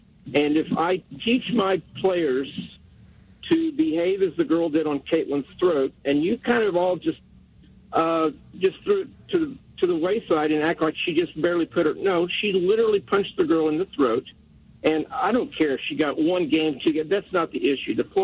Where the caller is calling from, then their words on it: Bloomington, Indiana, United States; I'm calling from Bloomington